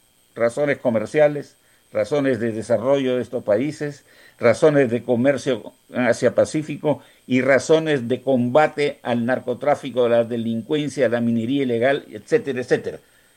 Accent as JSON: {"language": "Spanish", "country": "Peru", "moved": "yes", "said": "Como soy peruano, no se me quita de pensar que siempre estoy en el Perú."}